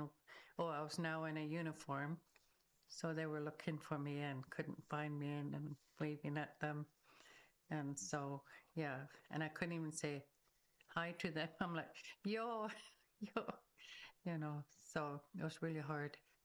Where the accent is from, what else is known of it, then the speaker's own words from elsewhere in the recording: Turner Island, British Columbia, Canada; also born or lived in Alert Bay / Fort Rupert; I was born in Alert Bay and then raised for a little bit of time here in Tsakis, Fort Rupert. And then my grandparents, then I grew up in Turner Island and I grew up with them.